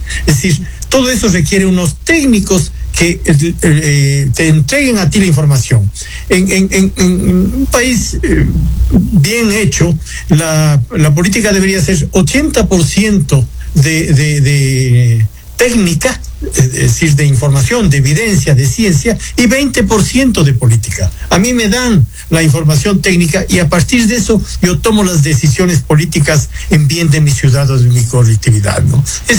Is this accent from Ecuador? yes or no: yes; Ecuador; eso a mí me parece tremendamente triste como ecuatoriano.